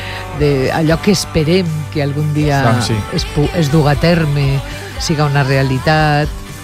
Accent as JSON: {"language": "Catalan", "region": "Valencian Community", "country": "Spain", "said": "Si hi ha una gent capaç d'esperar l'impossible, som els valencians."}